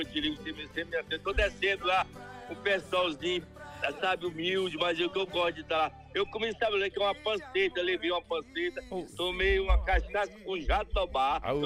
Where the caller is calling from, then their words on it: Piauí, Brazil; Você é de Minas e eu do Piauí.